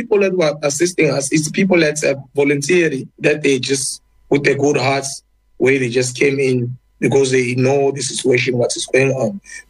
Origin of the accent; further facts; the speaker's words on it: DR Congo; now in South Africa; I'm from Congo, from DRC.